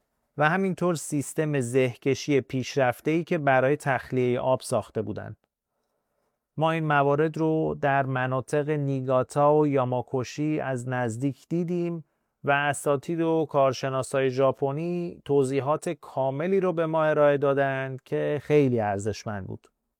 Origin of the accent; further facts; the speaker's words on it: Kunar, Afghanistan; در زادگاه من، ولایت کنر در شرق افغانستان